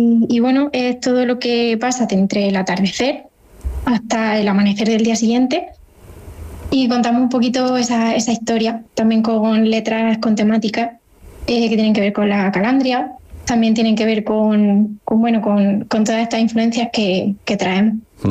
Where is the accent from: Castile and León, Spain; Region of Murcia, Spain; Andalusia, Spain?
Region of Murcia, Spain; Caravaca de la Cruz